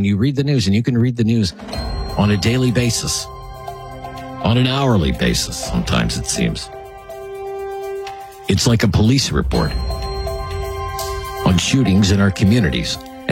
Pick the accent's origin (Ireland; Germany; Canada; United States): Canada; Nova Scotia; I grew up in a small town in Cape Breton. I was told once in my hometown there were probably more guns than people.